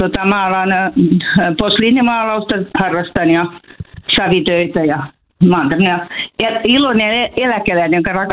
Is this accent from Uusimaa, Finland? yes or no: yes; Espoo, Uusimaa, Finland; also born or lived in Helsinki; now in Leivonmäki, Finland; Mä olen kotoisin Espoosta, Helsingissä syntyjä ja kolmannen polven helsinkiläinen, mutta sitten haluttiin tulla tänne rauhaan.